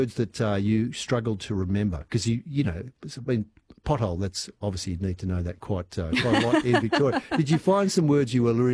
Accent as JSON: {"language": "English", "country": "Sri Lanka", "said": "I am from Sri Lanka, David, and I've never driven over there when I'm on holiday."}